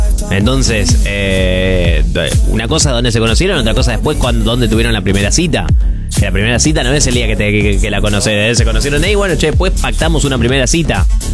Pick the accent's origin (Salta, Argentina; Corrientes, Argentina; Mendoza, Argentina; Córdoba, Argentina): Corrientes, Argentina; Hay una plaza en esquina Corrientes, digamos, de donde yo soy